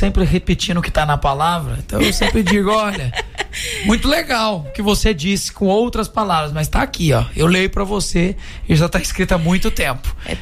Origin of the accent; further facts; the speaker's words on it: Goiás, Brazil; como nós goianos aqui